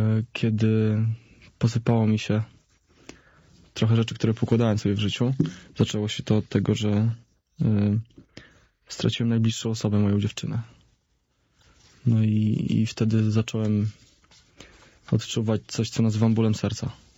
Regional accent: Łosice, Masovian Voivodeship, Poland; moved away; Ja pochodzę z mojego miasteczka na wschodzie Polski, nazywa się Łosice. I tam były tylko 2 podstawówki i 1 liceum.

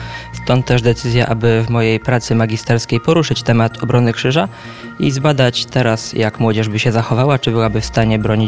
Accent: Miętne, Masovian Voivodeship, Poland; Miętne jest przede wszystkim moją rodzinną miejscowością, stąd się wywodzę, tu też mieszkam

